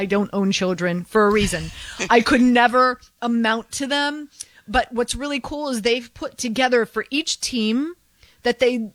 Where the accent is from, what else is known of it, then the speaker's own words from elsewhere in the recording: Miami, Florida, United States; Well, I'm born and raised in Miami.